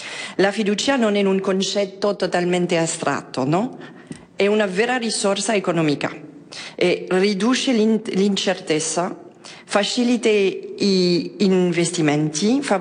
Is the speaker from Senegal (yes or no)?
no; France; vengo di Francia